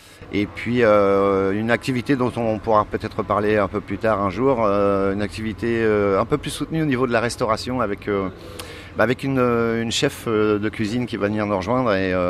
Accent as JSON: {"language": "French", "town": "Rouen", "region": "Normandy", "country": "France", "tie": "born or raised there"}